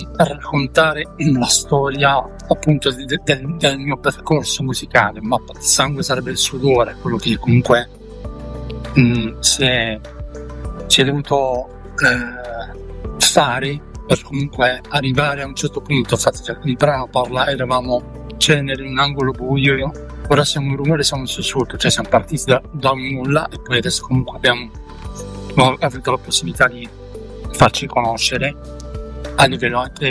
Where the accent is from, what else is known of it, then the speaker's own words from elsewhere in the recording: Bari, Apulia, Italy; born there; moved away; perché comunque io sono nato a Bari, poi mi sono trasferito, sono venuto qui a nord